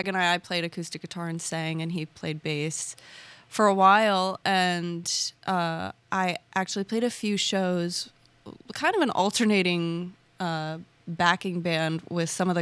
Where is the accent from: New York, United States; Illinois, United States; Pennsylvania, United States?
New York, United States; Rochester; also born or lived in Mendon; I am a Rochester born and raised native.